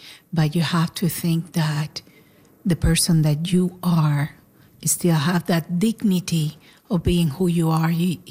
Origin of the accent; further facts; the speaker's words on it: Guanabacoa, Havana, Cuba; English is a second language; moved away as an adult; I was born in Guanabacoa, Havana, Cuba. I left like about 20, 21 years old. So I have friends that I left, very close friends. We grew up together, we went to college together.